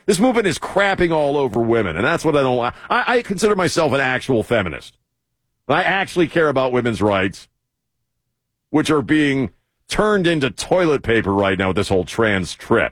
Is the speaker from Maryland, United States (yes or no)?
yes; Baltimore, Maryland, United States; born there; I grew up around the Baltimore Orioles